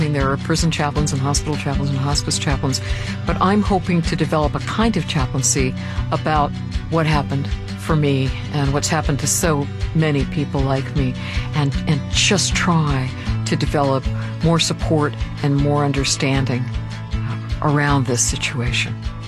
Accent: East Coast, United States; moved away; also born or lived in California; I spent about half my life on the East Coast. I'm from the East Coast. About half my life in California.

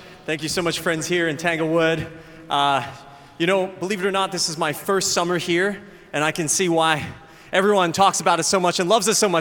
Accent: Brisbane, Queensland, Australia; you know, I grew up in Australia, in Brisbane, Australia. Okay, so this is what I used to sound like.

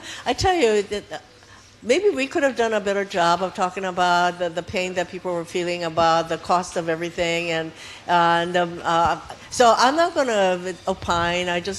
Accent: Hawaii, United States; because, you know, I'm this kid from Hawaii.

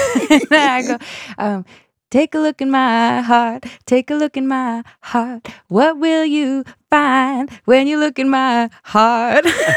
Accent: Boston, Massachusetts, United States; my growing up in Boston.

